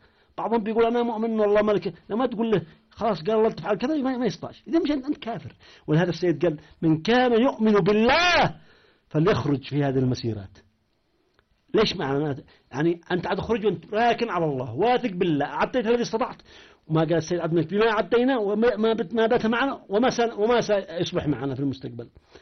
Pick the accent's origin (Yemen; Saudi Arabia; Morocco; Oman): Yemen